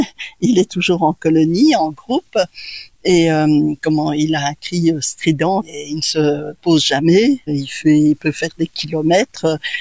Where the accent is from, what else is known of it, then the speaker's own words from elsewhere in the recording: Charleroi, Wallonia, Belgium; Donc donc moi je suis belge, ok, ça c'est bien, mais après moi je suis Carolo, Ah oui, non, moi je suis Carolo, hein.